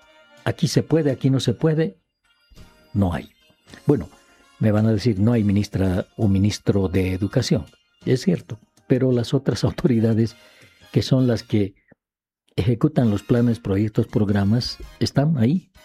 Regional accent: Bolivia

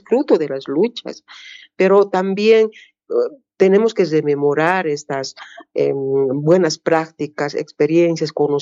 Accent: Oruro, Bolivia; now in Cochabamba, Bolivia; Yo vengo del sur de Oruro, pero radico en Cochabamba bastante tiempo, ¿no?

